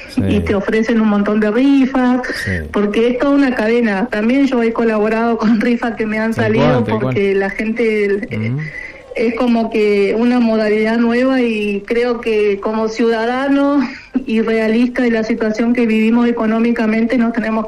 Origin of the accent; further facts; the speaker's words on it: San Martín de los Andes, Neuquén, Argentina; yo soy nacida y criada en San Martín de los Andes